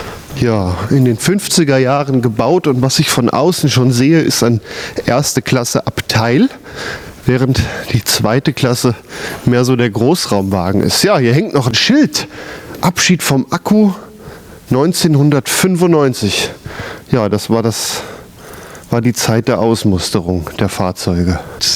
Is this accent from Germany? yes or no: yes; Hesse, Germany; Ja, in meiner Heimat auf der Lahntalbahn gab es die auch viel, in Limburg waren die viel zu Hause.